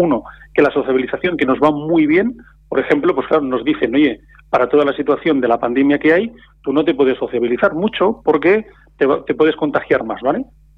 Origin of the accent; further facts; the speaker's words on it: Tarragona, Catalonia, Spain; yo soy de Tarragona y tampoco no puedo ir a ver a mis padres